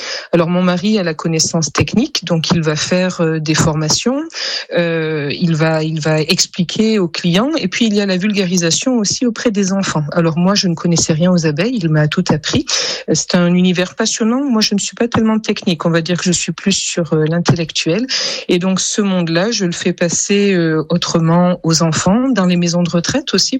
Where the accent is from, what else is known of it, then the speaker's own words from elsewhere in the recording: Auvergne-Rhône-Alpes, France; Alors, je viens de Haute-Loire, à côté du Puy-en-Velay.